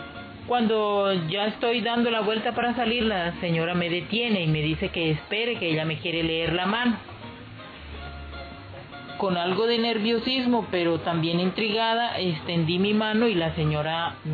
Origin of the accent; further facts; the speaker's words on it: Sampués, Sucre, Colombia; also born or lived in Sincelejo, Colombia; Nací en la ciudad de Sincelejo, me crié en San Pues. Mi mamá es del departamento del Magdalena y mi papá del departamento de Sucre.